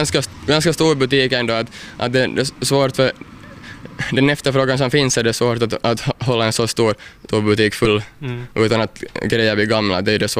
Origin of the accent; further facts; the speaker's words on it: Southwest Finland, Finland; No, jag är nog hemma från Mielisholm och min farfar är faktiskt hemma här från Kirjais också, så att jag har nog hela min släkt här ifrån regionen.